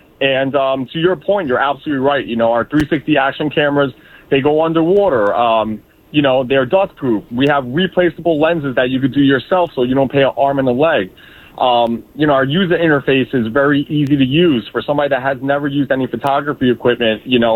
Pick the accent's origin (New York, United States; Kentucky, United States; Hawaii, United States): New York, United States; New York City; I was born and raised in Brooklyn and Kensington, and I lived in Bay Ridge for a little bit.